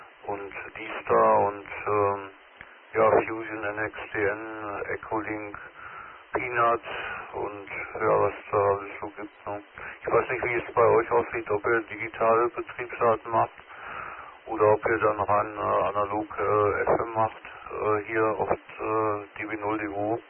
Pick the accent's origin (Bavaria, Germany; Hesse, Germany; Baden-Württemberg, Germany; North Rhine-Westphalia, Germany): North Rhine-Westphalia, Germany; moved away as an adult; now in Dortmund, Germany; ich ja aus dem Münsterland komme, aber mittlerweile 2 Jahre hier wohne in Dortmund und ich mich ganz wohl fühle in Dortmund